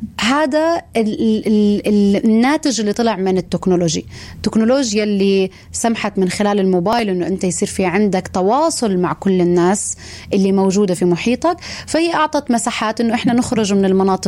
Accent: Nablus, West Bank, Palestine; إذا أنا ما نجحت في قلب مدينتي الصغيرة

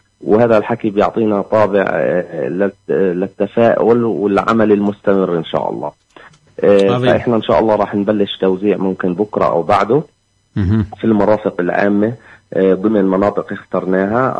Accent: Hebron, Hebron Governorate, Palestine; مدينتنا مدينة الخليل

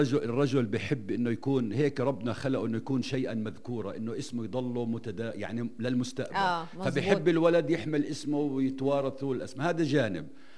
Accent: Palestine

